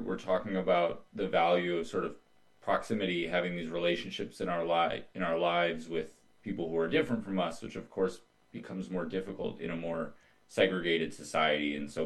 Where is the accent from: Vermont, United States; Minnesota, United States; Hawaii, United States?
Minnesota, United States; In my home state of Minnesota, Target just got about $1 billion in tariff refunds.